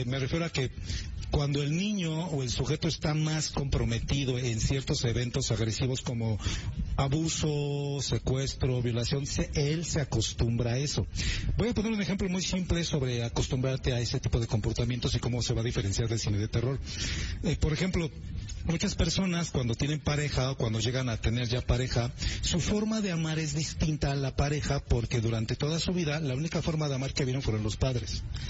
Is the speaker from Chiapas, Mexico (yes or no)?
no; Ecatepec, State of Mexico, Mexico; Somos de Catepec.